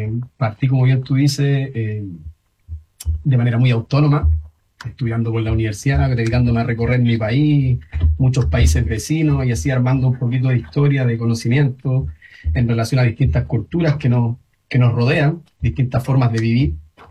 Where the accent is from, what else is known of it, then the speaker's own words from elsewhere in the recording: Los Andes, Valparaíso, Chile; Soy andino, para algunos que me conocen.